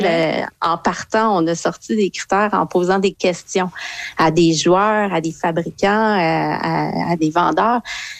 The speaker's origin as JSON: {"language": "French", "region": "Quebec", "country": "Canada", "said": "Je viens du Saguenay. J'adore aller m'isoler dans le bois."}